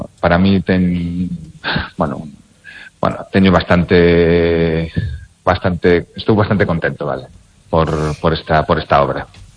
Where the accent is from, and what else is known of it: Lugo, Galicia, Spain